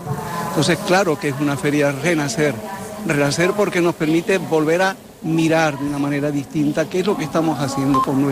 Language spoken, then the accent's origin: Spanish; Santa Cruz de Tenerife, Canary Islands, Spain; yo soy de Santa Cruz y es la primera vez que vengo al recinto.